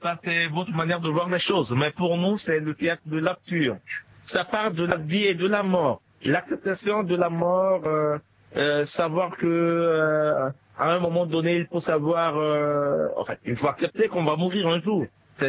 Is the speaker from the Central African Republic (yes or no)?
yes; Central African Republic; nous venons de la République centrafricaine.